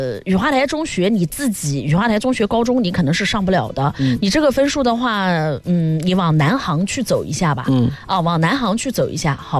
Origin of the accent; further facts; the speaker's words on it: Nanjing, Jiangsu, China; 我南京人，南京本地的土生土长的